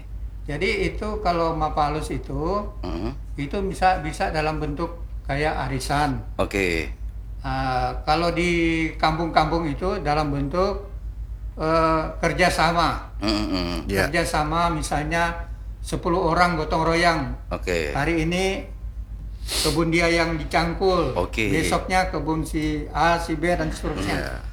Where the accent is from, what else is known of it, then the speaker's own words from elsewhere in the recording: North Sulawesi, Indonesia; now in Banjarmasin, Indonesia; Kawanua itu artinya kita dari asalnya dari Sulawesi Utara.